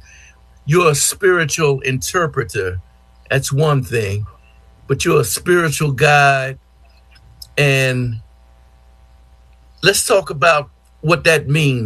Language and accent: English; Germantown, United States; I grew up in Germantown.